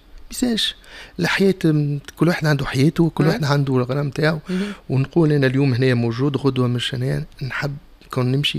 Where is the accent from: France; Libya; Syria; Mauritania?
France; Bizerte, Bizerte Governorate, Tunisia; born there; كنت مغروم وفي دمي وتراث بنزرتي في الدمي من انا صغير.